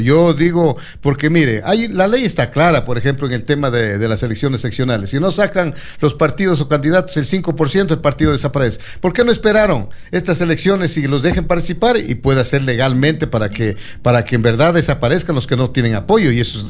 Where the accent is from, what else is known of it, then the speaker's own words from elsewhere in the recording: Loja, Ecuador; como ecuatorianos, como lojanos